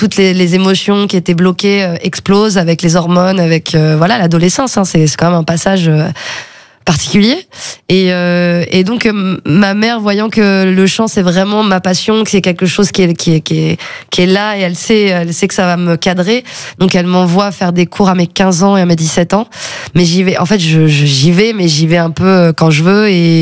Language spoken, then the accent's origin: French; Chambrey-les-Tours, Centre-Val de Loire, France; also born or lived in Aquitaine; Je suis née à Chambrey-les-Tours et on avait une maison à Maitré. Et que mon père avait construite avec ses mains. Et j'ai habité là jusqu'à mes 9 ans. Et ensuite, j'ai déménagé en région Aquitaine.